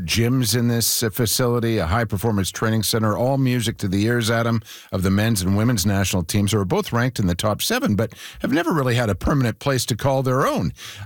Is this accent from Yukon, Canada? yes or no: yes; Whitehorse, Yukon, Canada; Gavin McKenna, the UConn wunderkind from my hometown Whitehorse.